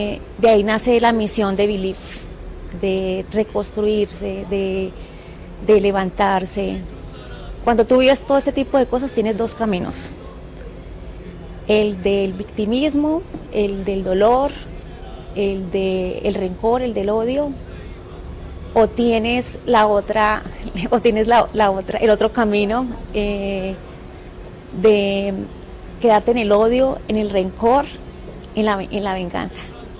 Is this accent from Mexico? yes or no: no; Colombia; para mostrar la verdadera cara de lo que somos los, de quiénes somos los colombianos.